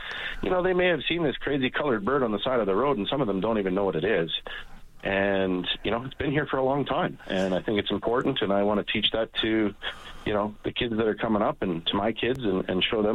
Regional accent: Lethbridge, Alberta, Canada; And, you know, I grew up in Lethbridge, Alberta, so I wasn't very far from Tabor, which is well known for pheasants.

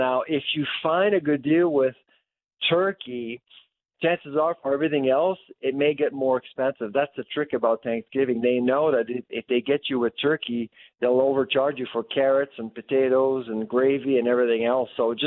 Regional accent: Halifax, Nova Scotia, Canada; I'm from Halifax

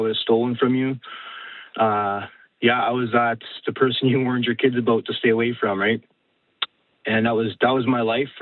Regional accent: Winkler, Manitoba, Canada; I'm from Winkler

